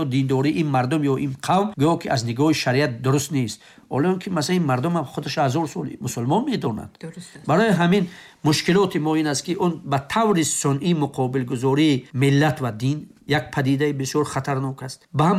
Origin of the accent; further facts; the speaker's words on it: Tajikistan; مثلا من تاجیک تولد شدم، خب کجای بروم اگر من تاجیک هستم؟